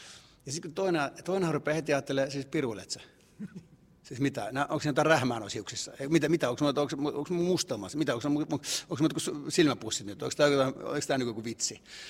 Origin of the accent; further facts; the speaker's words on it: Cyprus